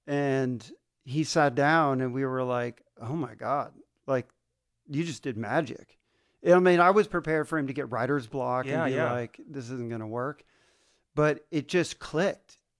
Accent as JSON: {"language": "English", "region": "California", "country": "United States", "tie": "born or raised there", "said": "Yeah, I'm basically from the Bay Area, San Francisco, Palo Alto, Santa Cruz, Redwood City."}